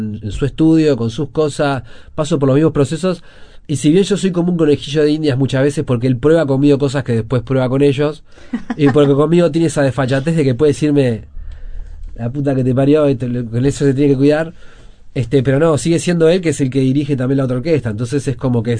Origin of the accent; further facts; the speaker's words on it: Uruguay; Soy un tipo, soy tan uruguayo que extraño mucho cuando me voy, ¿sabes?